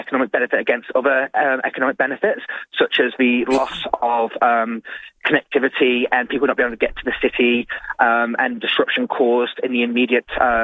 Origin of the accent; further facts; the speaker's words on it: Isle of Man; now in Adelaide, Australia; I don't want to stop these events. I'm from the Isle of Man. I love a good motorcycle race.